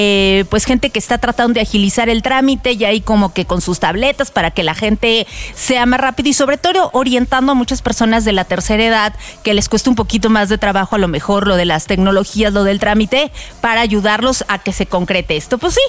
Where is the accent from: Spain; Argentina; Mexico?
Mexico; Oye, y como buen mexicano, al último momento, sí.